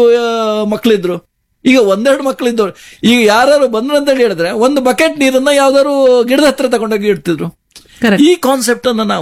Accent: Coastal Karnataka, India; ನಮ್ಗೆ ಕೋಸ್ಟಲ್ನವರಿಗಂತೂ ಎಸ್ಪೆಷಲ್

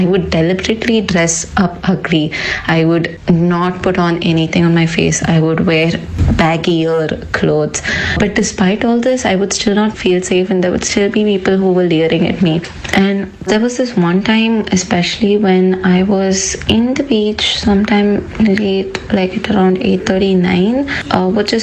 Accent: Gujarat, India; moved away as an adult; also born or lived in Chennai; now in Hyderabad, India; I moved to Chennai when I was in college. So I was in Gujarat before that. I grew up in Gujarat, though I was born in Chennai.

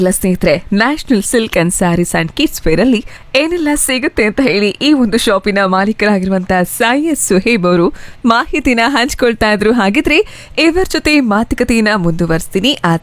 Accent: Shivamogga, Karnataka, India; basically ನಾನು ಶಿವಮೊಗ್ಗದವಳೇ ಆಗಿರೋದ್ರಿಂದ

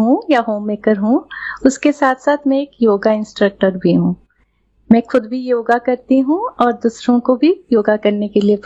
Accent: Odisha, India; now in Bangalore, India; Basically मैं उड़ीसा से हूँ, लेकिन अभी मैं बैंगलोर में अपने पति और दो बच्चों के साथ रहती हूँ।

